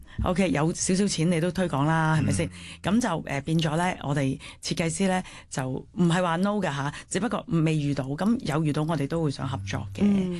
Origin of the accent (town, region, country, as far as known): Hong Kong